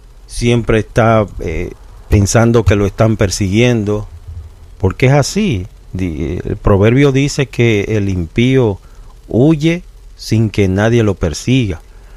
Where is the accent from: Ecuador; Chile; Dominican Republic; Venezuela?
Dominican Republic; Samaná; pero yo soy de una provincia que no está muy lejos, que es Samaná, así que estamos ahí cerquita.